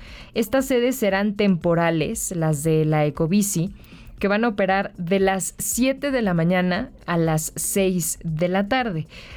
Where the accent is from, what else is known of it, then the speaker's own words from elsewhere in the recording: Mexico; Ya saben cómo somos los mexicanos.